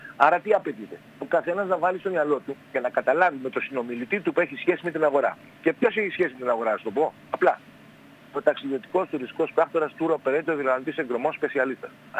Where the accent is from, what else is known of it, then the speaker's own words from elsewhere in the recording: Kastellorizo, South Aegean, Greece; Είμαι και εγώ νησιώτης από το Καθελόριζο.